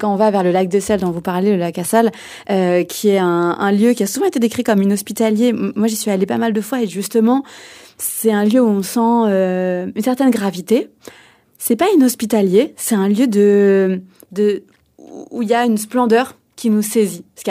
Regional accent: Poitiers, Nouvelle-Aquitaine, France; also born or lived in Djibouti; now in Paris, France; Je suis franco-djiboutienne, j'ai grandi à Djibouti jusqu'à mes 6 ans du coup, et ensuite j'ai grandi à Poitiers, puis là je suis à Paris

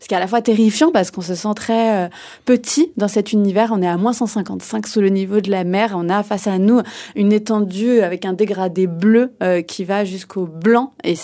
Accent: Poitiers, Nouvelle-Aquitaine, France; also born or lived in Djibouti; now in Paris, France; Je suis franco-djiboutienne, j'ai grandi à Djibouti jusqu'à mes 6 ans du coup, et ensuite j'ai grandi à Poitiers, puis là je suis à Paris

